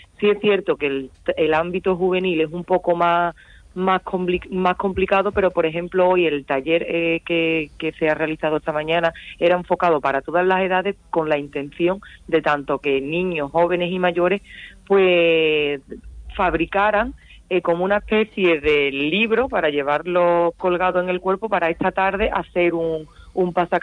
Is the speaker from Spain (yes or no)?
yes; Benamahoma, Andalusia, Spain; yo en mi pueblo todos los planes son perfectos, pero sí es cierto que lo mejor que tenemos aquí en Benamaoma es las fiestas de moros y cristianos